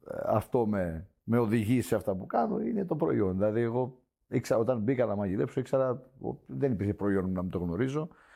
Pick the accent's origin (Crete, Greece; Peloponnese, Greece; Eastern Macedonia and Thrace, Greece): Crete, Greece; Rethymno; born or raised there